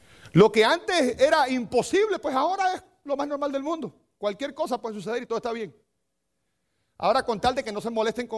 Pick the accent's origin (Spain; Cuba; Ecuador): Cuba; moved away; Yo llegué de Cuba y cuando llegué de Cuba yo llegué pensando que aquí las cosas iban a ser idénticas que en Cuba.